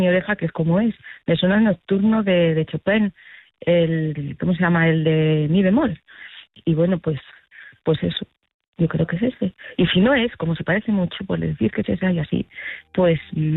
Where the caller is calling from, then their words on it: Madrid, Community of Madrid, Spain; de Madrid, y es que he estado escuchando lo de los tarareos